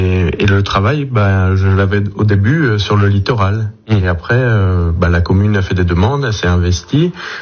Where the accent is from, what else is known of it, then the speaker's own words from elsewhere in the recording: Brittany, France; moved away as an adult; now in Breil-sur-Roya area, France; je suis originaire de Bretagne. Donc, mon cursus, je ne l'ai pas suivi ici.